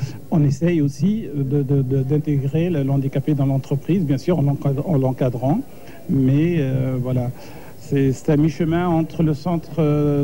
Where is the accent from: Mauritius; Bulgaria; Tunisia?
Tunisia; now in France; je suis tunisien d'origine et donc automatiquement, je suis redevable à ce pays natal. Troisièmement, je suis français d'adoption et je me sens français étant ici.